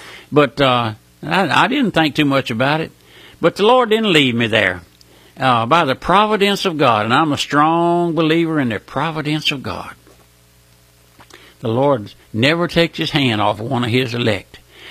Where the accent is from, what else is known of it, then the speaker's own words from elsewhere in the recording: Louisiana, United States; Well, I'm just an old country boy. I was born and raised here in South Louisiana.